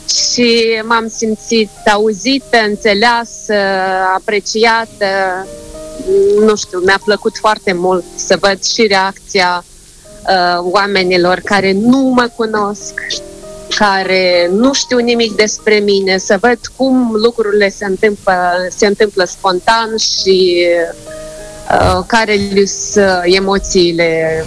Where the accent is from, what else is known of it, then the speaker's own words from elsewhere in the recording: Florițoaia, Moldova; Când eram mică ziceam că sunt din Florența, pentru că vin din satul Florițoaia și sună oarecum similar.